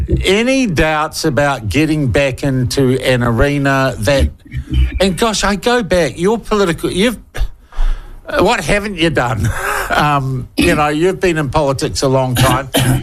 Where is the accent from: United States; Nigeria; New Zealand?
New Zealand; I'd give up being a New Zealander and make myself a naturalised Australian.